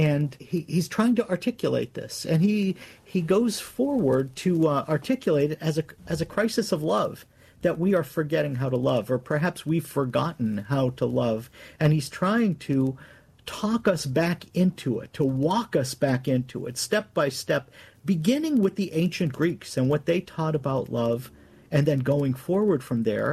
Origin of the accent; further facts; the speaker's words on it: United States; Well, I'm an American